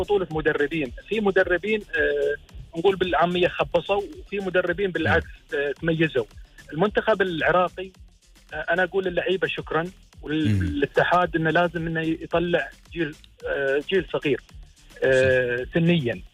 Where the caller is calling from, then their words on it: United Arab Emirates; إحنا كجماهير إماراتية